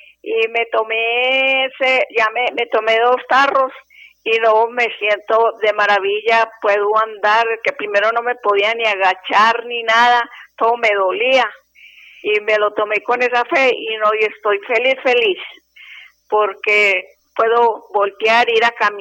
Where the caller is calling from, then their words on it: Itagüí, Antioquia, Colombia; Yo vivo en Itagüí, aquí en Antioquia.